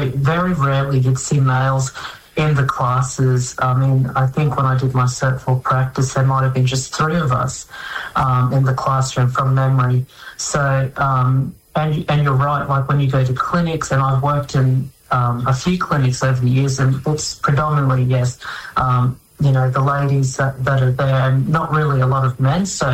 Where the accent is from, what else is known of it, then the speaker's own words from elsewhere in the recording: Bundaberg, Queensland, Australia; I grew up in Bundaberg, my hometown.